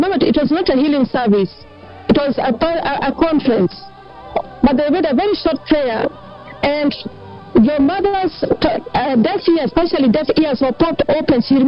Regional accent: Iturama, Minas Gerais, Brazil; I'm from Iturama, Minas Gerais.

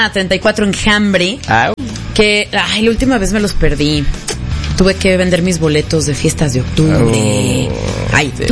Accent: Mexico City, Mexico; moved away; yo soy del defeño.

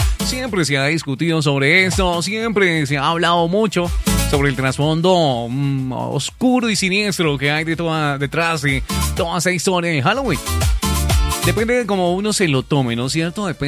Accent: Colombia; nosotros como colombianos

